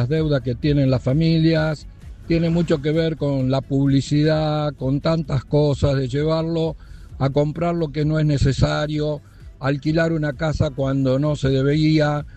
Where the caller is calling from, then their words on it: Rafaela, Santa Fe, Argentina; soy un oyente de Rafaela